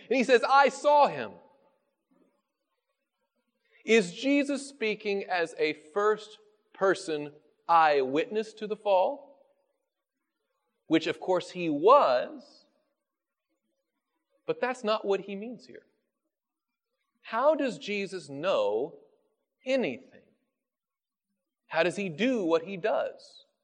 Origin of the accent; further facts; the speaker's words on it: the South, United States; Now again, I grew up in the South, and we have a saying that something as fast or as quick as greased lightning.